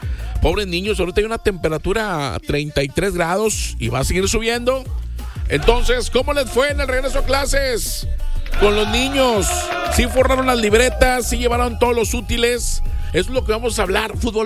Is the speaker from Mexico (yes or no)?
yes; Mexico; Como buen mexicano, última hora.